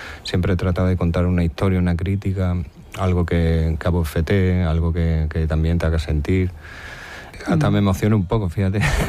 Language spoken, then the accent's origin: Spanish; Zafra, Extremadura, Spain; accent: castúo; moved away; de vida allí de pueblo extremeño, pues eso también me ha servido para tener la fuerza y la valentía de ir, moverme por el mundo y ni siquiera sin hablar inglés, imagínate. Hablando en castúo.